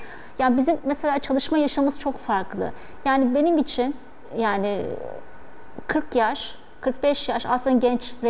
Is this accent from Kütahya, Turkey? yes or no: no; Bozcaada, Çanakkale, Turkey; Çünkü ben oradan çıktım, orada büyüdüm. Bütün işte ressamlıkla ilgili her şeyi orada kazandım.